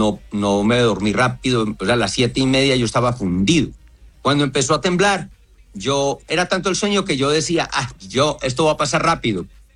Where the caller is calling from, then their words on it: Pereira, Risaralda, Colombia; como colombianos que somos, que nos caracteriza la unión.